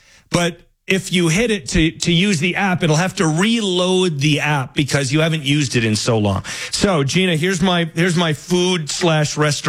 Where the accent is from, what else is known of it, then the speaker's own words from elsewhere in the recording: California, United States; moved away; I grew up in California.